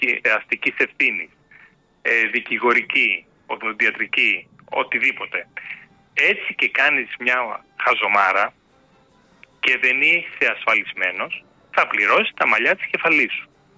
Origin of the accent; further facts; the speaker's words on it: Greece; εγώ τους Έλληνες και τέτοιο, και το λαό μου, δηλαδή την πατρίδα μου.